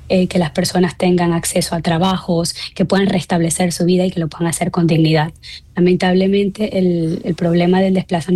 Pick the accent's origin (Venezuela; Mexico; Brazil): Venezuela; now in Geneva, Switzerland; tanto como venezolana